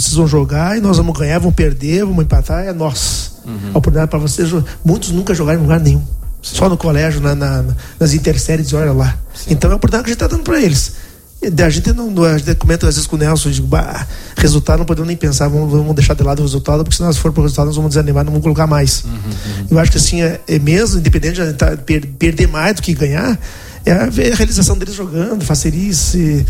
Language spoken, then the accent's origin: Portuguese; Passo Fundo, Rio Grande do Sul, Brazil; moved away as an adult; now in Amaral Ferrador, Brazil; somos naturais de Passo Fundo, os dois